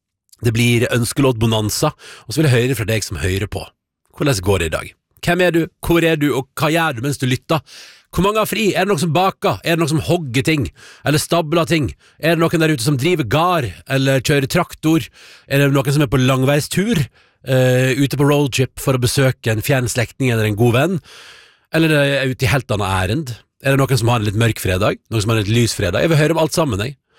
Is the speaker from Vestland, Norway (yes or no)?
yes; Førde, Vestland, Norway; Da jeg vokste opp i Førde, så var først 17. mai var først barnas dag